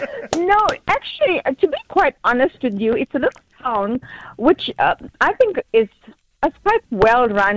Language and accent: English; Durban, KwaZulu-Natal, South Africa; moved away as an adult; now in Empangeni, South Africa; But I was born and bred in Chatsworth.